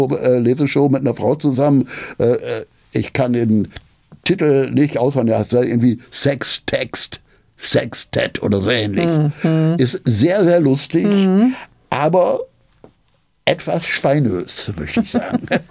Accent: Osnabrück, Lower Saxony, Germany; accent: between Hamburg and Ruhr area; now in Berlin, Germany; Ich komme ursprünglich aus Osnabrück. Osnabrück, das ist so, wenn man von Berlin nach Amsterdam fährt, halbe Strecke. Da ist Osnabrück, ist schon fast an der Nähe zur holländischen Grenze

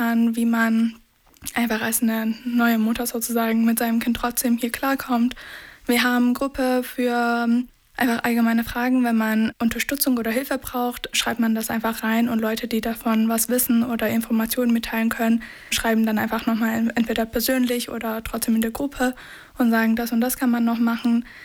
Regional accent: Chemnitz, Saxony, Germany; Aber trotzdem ist für mich diese Stadt einfach zu meiner Heimat geworden, weil ich hier aufgewachsen bin, weil meine Familie hier ist.

